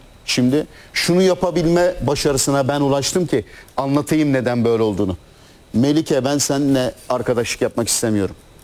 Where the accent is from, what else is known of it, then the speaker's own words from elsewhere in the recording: Alaşehir, Manisa, Turkey; born there; also born or lived in İzmir; Örnek kendi memleketimden vereyim. Manisa, Alaşehir. Yine gündeme getiriyorum yine. Alaşehir'de ben doğdum. Sonra İzmir'e yatılı okula gittim. İzmirli oldum. Ama yatılı okulda okurken … diyorlardı.